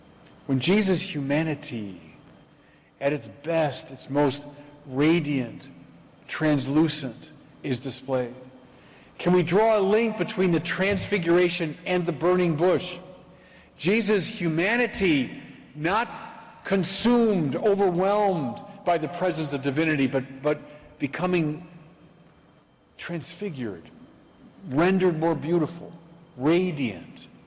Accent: Chicago, Illinois, United States; I'm from Chicago.

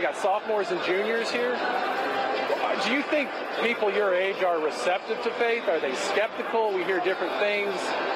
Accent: Kentucky, United States; Full disclosure, I grew up in Kentucky. I recognize the shirts.

